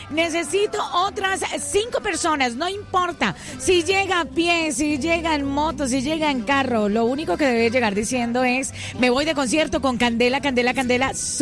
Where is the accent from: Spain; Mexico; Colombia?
Colombia; Ave María, somos colombianos, somos unidos, somos lo mejor, definitivamente.